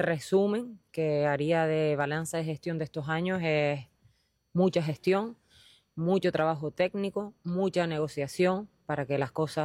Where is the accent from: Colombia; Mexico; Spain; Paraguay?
Spain; Lajares, Canary Islands